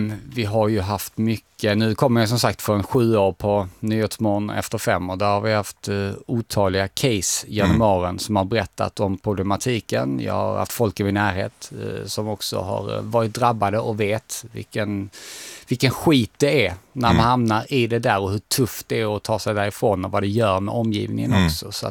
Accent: Dalby, Skåne, Sweden; Jag är från Dalby, så en liten rivalby.

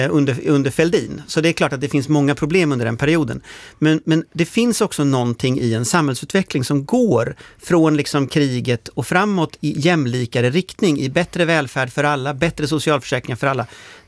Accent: Gothenburg, Västra Götaland County, Sweden; Men jag är från Göteborg själv. Göteborg är en hamnstad.

